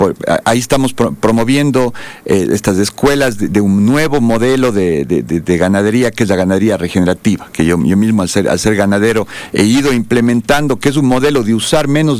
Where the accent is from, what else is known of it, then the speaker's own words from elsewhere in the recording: Cuenca, Azuay, Ecuador; also born or lived in Quito; nací en Cuenca, aquí en la Clínica Vega, en la calle Bolívar, viví toda. Luego he estado entre Quito y Cuenca